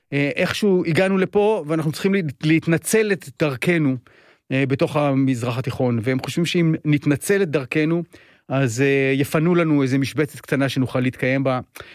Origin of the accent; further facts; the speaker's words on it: Jerusalem, Jerusalem District, Israel; moved away as an adult; אני ירושלמי פעם, עד גיל 18 הייתי ירושלמי, בן אדם, אני כבר בן 200.